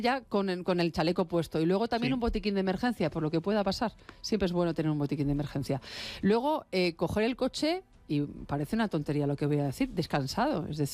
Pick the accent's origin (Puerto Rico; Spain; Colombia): Spain; Valladolid, Castile and León; moved away; Valladolid, que es mi tierra.